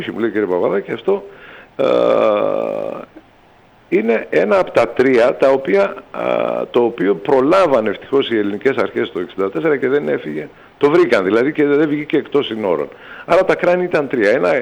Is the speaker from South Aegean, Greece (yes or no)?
no; Viannos, Crete, Greece; στην περιοχή Αφρατή, που είναι κοντά στο χωριό μου στη Βιάνο